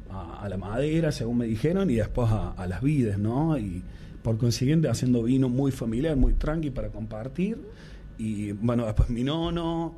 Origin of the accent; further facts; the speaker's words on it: Colonia Caroya, Córdoba, Argentina; born there; soy nacido de Carolla, vivo en Carolla.